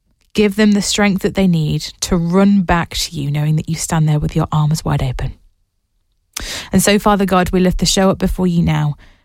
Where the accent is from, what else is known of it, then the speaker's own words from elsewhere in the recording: United Kingdom; I'm British